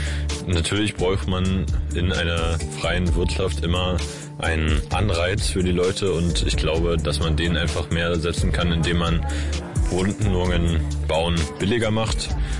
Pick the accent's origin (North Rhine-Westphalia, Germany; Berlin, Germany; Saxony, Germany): Berlin, Germany; ich bin 19 Jahre alt, habe gerade mein Abi vollendet. Ich komme aus dem Bezirk Weißensee-Pankow.